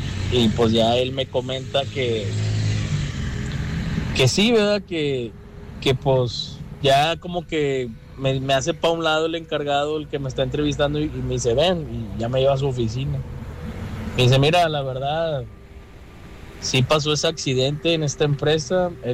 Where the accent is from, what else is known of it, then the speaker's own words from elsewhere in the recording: Guadalupe, Nuevo León, Mexico; Yo soy del municipio de Guadalupe, Nuevo León.